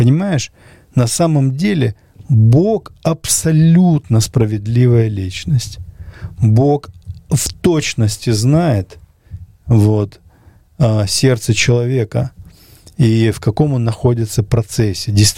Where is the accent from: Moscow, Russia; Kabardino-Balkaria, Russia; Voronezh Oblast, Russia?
Kabardino-Balkaria, Russia; Например, я кабардинец, я мусульманин. То есть я родился кабардинцем, это значит, я уже мусульманин.